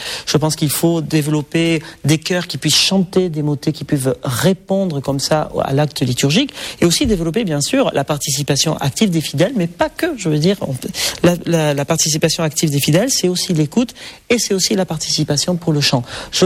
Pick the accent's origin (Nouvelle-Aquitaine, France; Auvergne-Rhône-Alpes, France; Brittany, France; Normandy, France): Nouvelle-Aquitaine, France; born or raised there